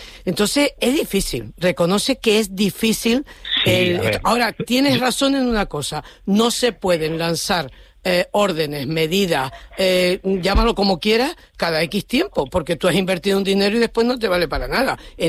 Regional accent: Canary Islands, Spain; somos canarios

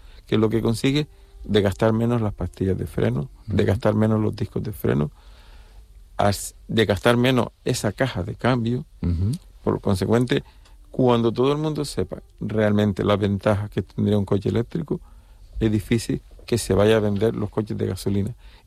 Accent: Las Palmas, Canary Islands, Spain; Por ejemplo, Tenerife, aunque yo soy de origen de Las Palmas, uh-huh. pero Tenerife la conozco.

